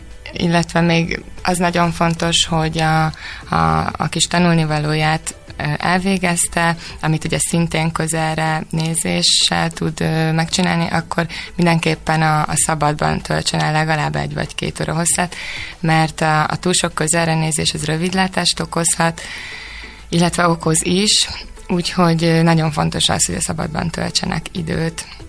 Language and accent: Hungarian; Cegléd, Pest, Hungary; Én Cegléden nevelkedtem